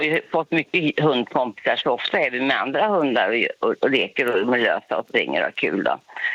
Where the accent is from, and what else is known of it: Hunnebostrand, Västra Götaland County, Sweden; now in Nora, Sweden